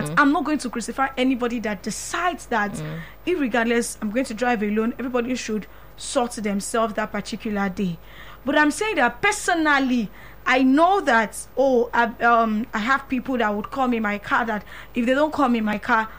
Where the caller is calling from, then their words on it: Abuja, Federal Capital Territory, Nigeria; And I'm calling from Abuja.